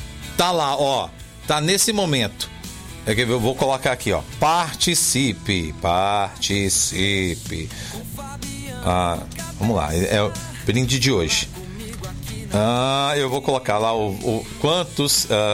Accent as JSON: {"language": "Portuguese", "town": "Mauá", "region": "São Paulo", "country": "Brazil", "tie": "born or raised there", "moved": "yes", "said": "Mauá, minha terrinha."}